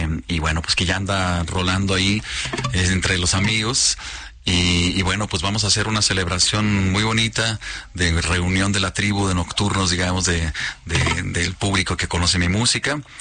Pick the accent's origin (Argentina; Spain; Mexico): Mexico; Querétaro; born there; moved away as an adult; also born or lived in Sinaloa; now in Mexico City, Mexico; Ya llevo como unos 20 y tantos años aquí en la ciudad. Pero me fui muy niño a Querétaro y ahí me formé, digamos, mis primeros conocimientos de música